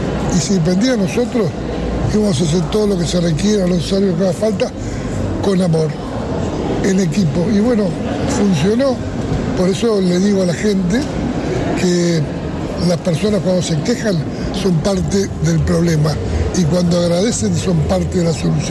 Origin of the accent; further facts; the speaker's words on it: Uruguay; vine acá como uruguayo